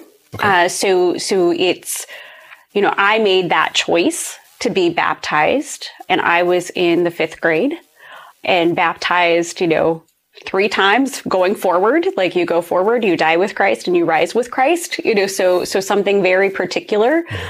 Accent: Ohio, United States; born or raised there

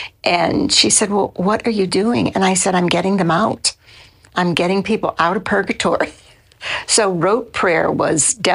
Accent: Harvey, Louisiana, United States; When I grew up in Harvey, right across the river, I did not go to Catholic school.

